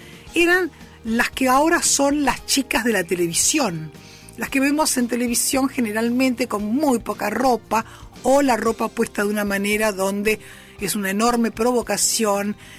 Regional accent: Argentina; lo que somos los argentinos.

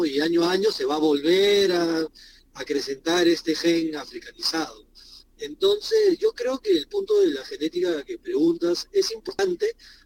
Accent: Peru

